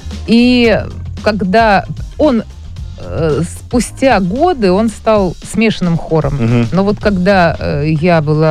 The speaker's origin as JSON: {"language": "Russian", "town": "Rybinsk", "region": "Yaroslavl Oblast", "country": "Russia", "tie": "born or raised there", "said": "я росла в Рыбинске, и моя семья была очень такая... вписанная в культуру этого города."}